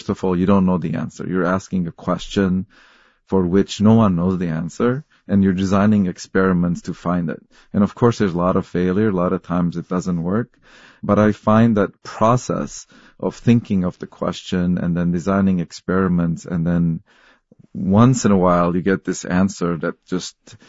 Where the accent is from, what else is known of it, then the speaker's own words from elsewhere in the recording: Lebanon; moved away as an adult; now in United States; I was, as I mentioned, I was an immigrant. I came to United States from Lebanon. At that point, as a naive 18-year-old, I didn't even know that a career in science was a possibility.